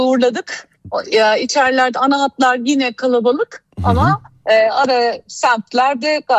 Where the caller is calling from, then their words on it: Ankara, Turkey; Ankara'dan.